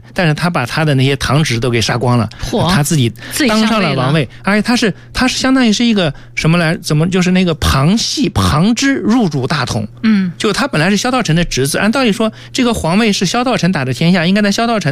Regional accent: Fengyang, Anhui, China; 去打我的老家，当时叫钟离，就是凤阳县啊

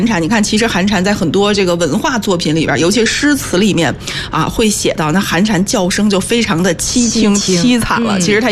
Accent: Northeast China, China; 江西其实像我们东北会。其实在这个房前屋后他还挂这个玉米串儿

